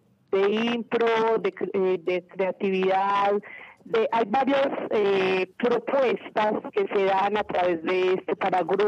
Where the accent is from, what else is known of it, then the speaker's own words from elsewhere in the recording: Medellín, Antioquia, Colombia; Vinimos desde Colombia, Medellín